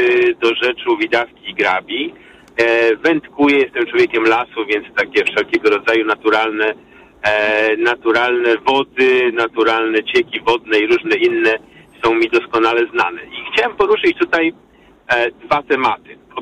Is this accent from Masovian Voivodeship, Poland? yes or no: no; Łódź, Łódź Voivodeship, Poland; jestem łodzianinem, ale przeprowadzam się, czyli mieszczuchem takim typowym, ale przeprowadzam się do miejscowości pod Sieradzem